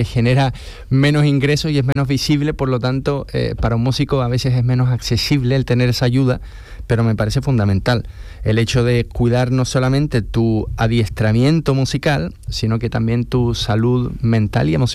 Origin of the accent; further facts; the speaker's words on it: Chile; Es decir, yo como chileno y Encarna como una flamenca de cuna